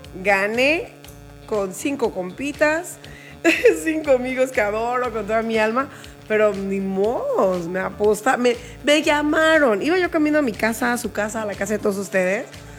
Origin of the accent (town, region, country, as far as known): Mexico